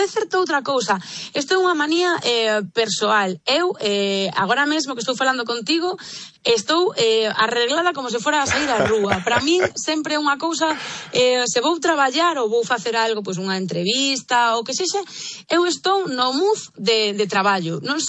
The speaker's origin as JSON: {"language": "Galician", "town": "A Coruña", "region": "Galicia", "country": "Spain", "lives_now": "Santiago de Compostela, Spain", "said": "neste caso eu son coruñesa, pero levo xa 18 anos vivindo en Compostela, co cal, pois levo os mesmos anos que vivín nunha cidade que a outra."}